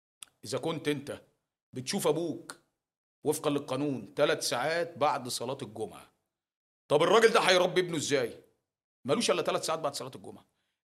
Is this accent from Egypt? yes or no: yes; Egypt